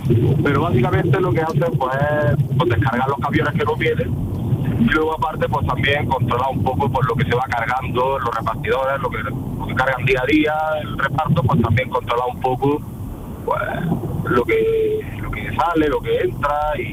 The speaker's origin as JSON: {"language": "Spanish", "town": "Granada", "region": "Andalusia", "country": "Spain", "said": "Pues yo soy de Granada y vivo en un pueblo pequeñito, que es Vélez de Benaudalla"}